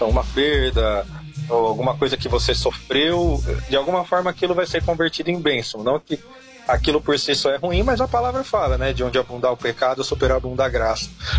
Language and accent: Portuguese; São Paulo, Brazil; E o que eu falo pras pessoas eu vim de São Paulo.